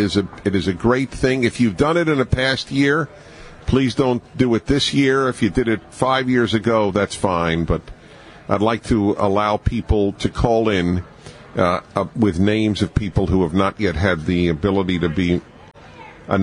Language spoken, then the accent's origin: English; United States; this extraordinary life as an American